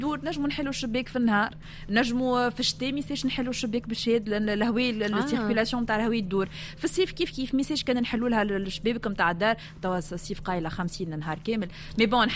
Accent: Tunisia; عندنا في تونس

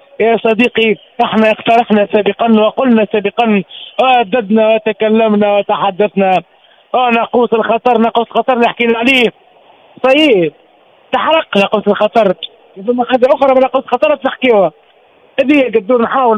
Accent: Tunisia; سامحوني بالكلمة، نحكي بلغة التونسي، نحكي بقلب التونسي، نحكي بلهجة التونسي

